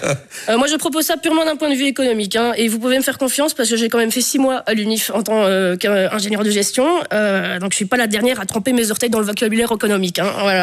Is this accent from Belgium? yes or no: yes; Namur, Wallonia, Belgium; Moi je suis namuroise et c'est pourtant la première fois que j'allais à Esperanza